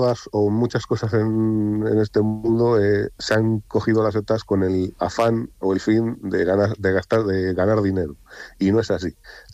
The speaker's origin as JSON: {"language": "Spanish", "town": "Montemayor de Pililla", "region": "Castile and León", "country": "Spain", "said": "de que venga gente a mi pueblo, a nuestro pueblo, a conocer nuestro pueblo"}